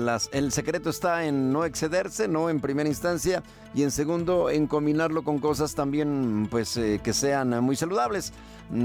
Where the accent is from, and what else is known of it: Mexico